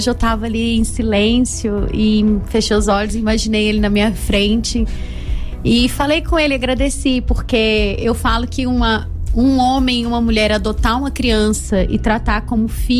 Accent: Catalão, Goiás, Brazil; born there; eu nasci em Catalão, mas a minha família de origem, ela é de Davinópolis.

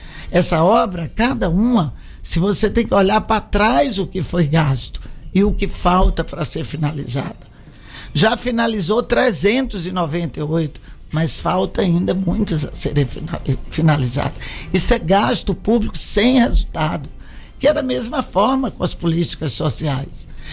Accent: Northeast Region, Brazil; now in Goiás, Brazil; Você sabe que eu sou nordestina. Goiás me recebeu assim, eu amo esse estado, minhas filhas são goianas

